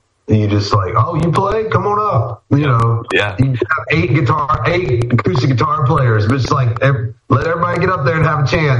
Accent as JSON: {"language": "English", "region": "North Carolina", "country": "United States", "tie": "born or raised there", "said": "I grew up in North Carolina, and my dad's a pastor"}